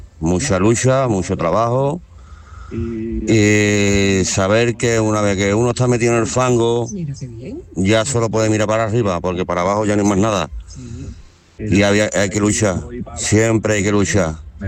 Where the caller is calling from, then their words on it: Seville, Andalusia, Spain; del Cerro del Águila.